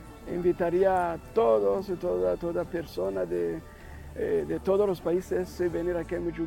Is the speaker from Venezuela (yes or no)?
no; Rwanda; moved away as an adult; now in Sigüenza, Spain; Soy de Ruanda, llevo 27 años de sacerdocio, pero hago mi misión en Madrid, en España. Hace 18 años yo estoy en Sigüenza, Guadalajara